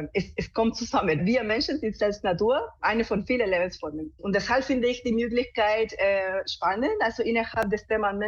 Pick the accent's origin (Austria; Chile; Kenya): Chile; now in Munich area, Germany; Also ich bin Illustratorin und visuelle Kommunikatorin. Ich bin ursprünglich aus Chile und jetzt wohne ich in der Umgebung von München.